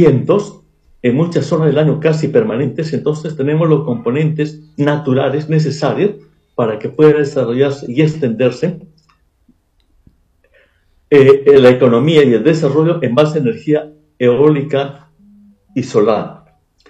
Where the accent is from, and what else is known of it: Peru